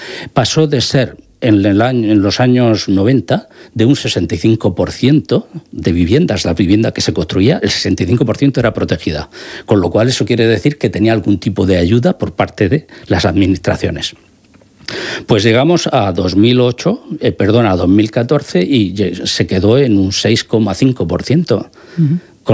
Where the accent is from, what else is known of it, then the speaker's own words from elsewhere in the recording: Molina de Segura, Region of Murcia, Spain; Molina de Segura, mi pueblo